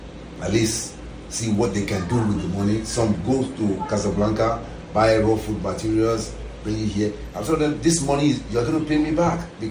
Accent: Nigeria; moved away; Like as a Nigerian, we have a lot of communities in Nigeria. It's not only Yoruba that is here. Mm-hmm. There are Igbo here, there are Hausas, there are Edos, and there are APPOs.

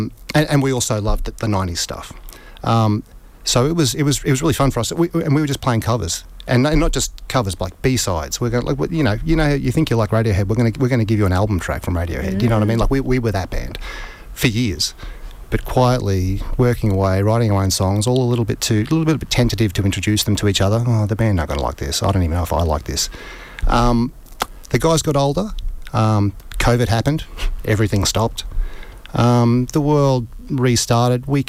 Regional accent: Queensland, Australia; moved away as an adult; now in Brisbane, Australia; So we're all from the Fraser Coast. I've lived in Brisbane for 15 years, but originally from up there

